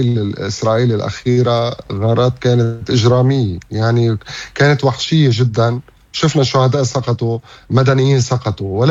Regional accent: Lebanon; لأنه نحن كلبنانيين الدم اللبناني علينا غالي

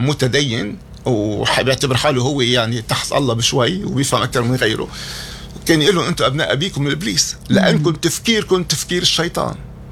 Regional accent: Lebanon; كلبنانيين

